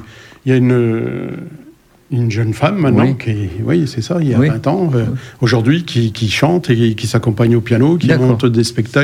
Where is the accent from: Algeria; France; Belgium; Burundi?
France; Grand Est; Alors, moi, je viens de la région de Langres, dans l'est de la France.